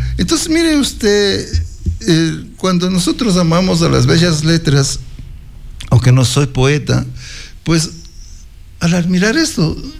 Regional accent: Ecuador

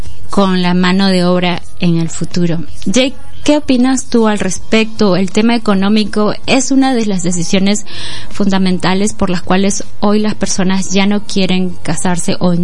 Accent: Peru

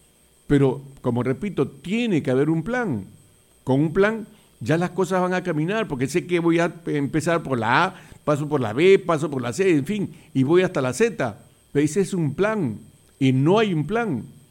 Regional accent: Peru; Yo soy peruano y soy patriota y me considero patriota

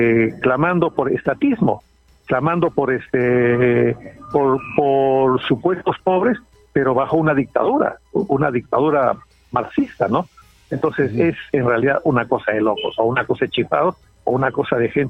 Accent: Peru

